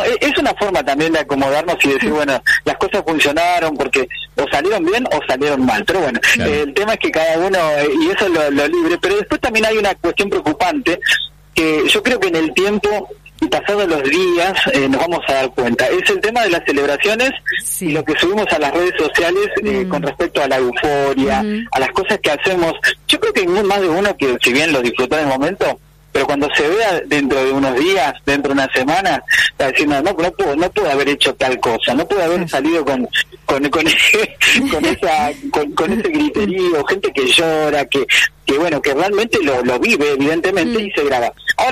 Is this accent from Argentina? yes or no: yes; Argentina